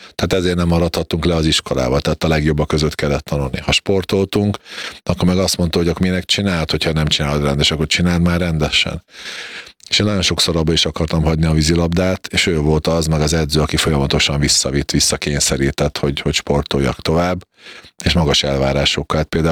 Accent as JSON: {"language": "Hungarian", "town": "Komárno", "region": "Nitra Region", "country": "Slovakia", "tie": "born or raised there", "first_language": "Hungarian", "moved": "yes", "said": "Komárnó az a Duna és a Vág között van, és ugye a határon van, tehát ha kimész a Dunapartra, akkor átlátsz Komáromba."}